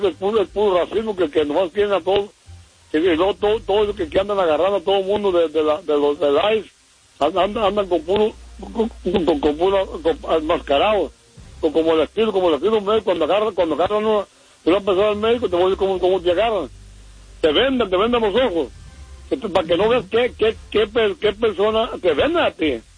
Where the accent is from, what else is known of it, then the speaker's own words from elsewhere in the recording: Michoacán, Mexico; porque yo soy mexicano y michoacano, y si quieres que te cante, que gente la canto.